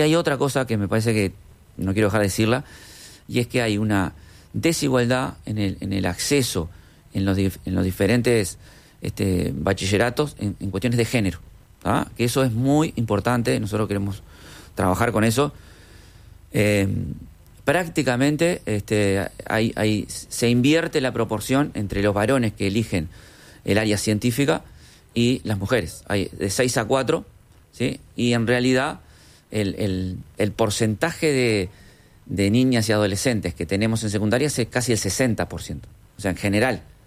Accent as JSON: {"language": "Spanish", "country": "Uruguay", "said": "en realidad venimos del Uruguay, ¿no?"}